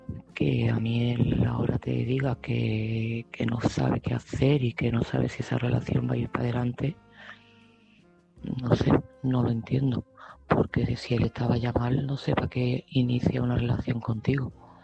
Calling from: Seville, Andalusia, Spain; de Sevilla.

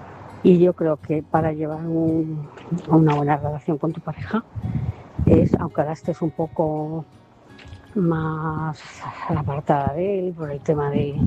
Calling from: Móstoles, Community of Madrid, Spain; Buenas noches. … de Móstoles.

